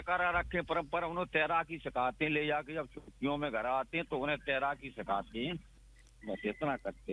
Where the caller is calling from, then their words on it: Morena district, Madhya Pradesh, India; मैं ग्राम तरसुमा जिला मुरैना से